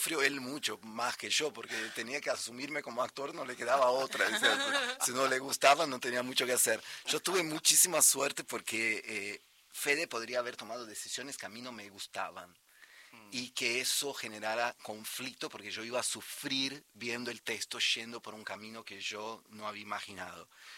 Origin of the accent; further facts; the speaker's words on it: Brazil; Spanish is a second language; Claro, yo hacía lo que Topa hace acá para Brasil